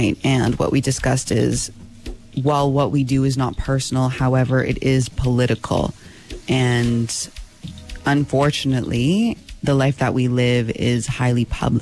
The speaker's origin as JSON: {"language": "English", "country": "Canada", "said": "sometimes I do forget that I'm Canadian"}